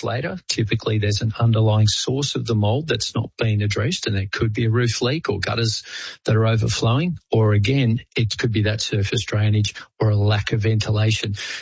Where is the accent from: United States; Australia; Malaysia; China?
Australia; Melbourne, Victoria; now in Queensland, Australia; I grew up in Melbourne and had an electric blanket. Queensland, where I am now, doesn't get cold enough really